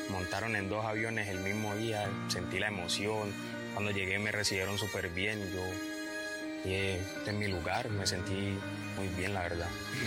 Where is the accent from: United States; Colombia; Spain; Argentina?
Colombia; Palmira, Valle del Cauca; Yo soy de Palmira Valle, mi mamá y mi papá también son de Palmira.